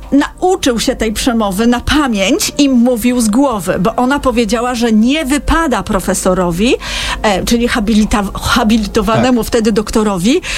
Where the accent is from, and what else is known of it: Wrocław, Lower Silesian Voivodeship, Poland